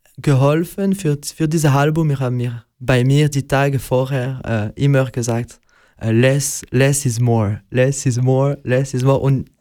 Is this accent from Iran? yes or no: no; Sicily, Italy; ich bin ja Italiener und war auch aus Sizilien.